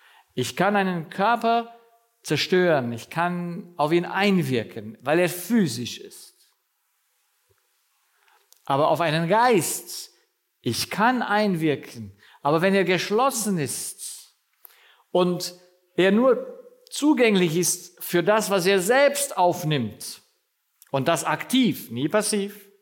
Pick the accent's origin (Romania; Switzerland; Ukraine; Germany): Romania; moved away; Und ich bin ja auch im Kommunismus aufgewachsen, in Rumänien.